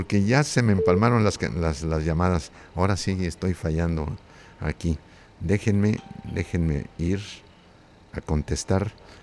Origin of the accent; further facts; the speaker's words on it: Tlaltenango, Zacatecas, Mexico; moved away; soy de un pueblo que se llama Tlaltenango, Zacatecas. Yo comencé allá en mi pueblo